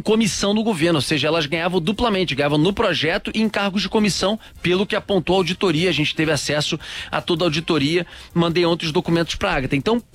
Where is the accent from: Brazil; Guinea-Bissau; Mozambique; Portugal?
Brazil; Rio de Janeiro; dá vergonha como carioca, como fluminense